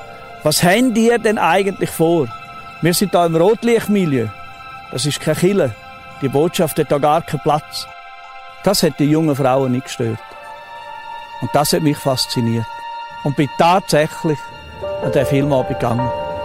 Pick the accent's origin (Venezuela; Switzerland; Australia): Switzerland; habe ich die Armeewaffe geladen, die ich als Schweizer Soldat in der Stube hatte.